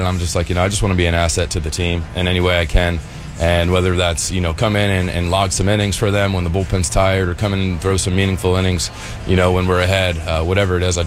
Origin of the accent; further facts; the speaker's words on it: New York, United States; growing up in New York, living through 9/11